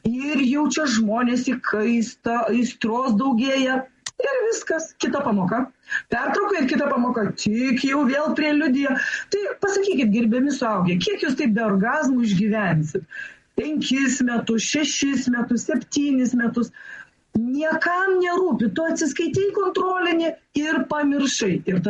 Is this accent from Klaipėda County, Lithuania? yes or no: no; Švenčionys, Vilnius County, Lithuania; mano gimtojo miesto Švenčionių gimnazija